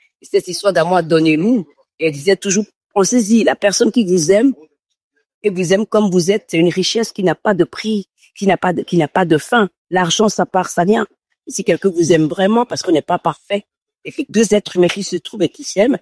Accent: Benin; moi, j'ai grandi en Afrique, au Bénin

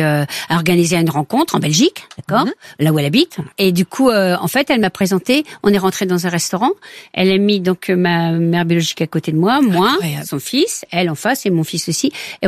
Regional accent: Pays de la Loire, France; Je lui dis, moi, je suis originaire d'Anjou.

